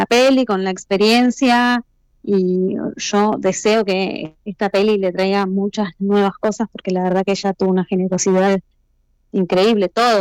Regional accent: La Plata, Buenos Aires Province, Argentina; todos platenses, todos los actores son platenses y todos los técnicos son platenses o platenses por adopción, de los que se han venido a estudiar y se han quedado habitando nuestra ciudad.

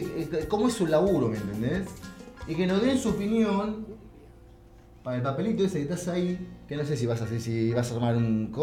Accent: La Plata, Buenos Aires Province, Argentina; somos dos platenses que andamos por muchos lados

